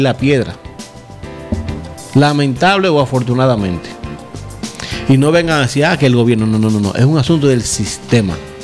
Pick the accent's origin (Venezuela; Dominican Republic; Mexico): Dominican Republic; nosotros como dominicanos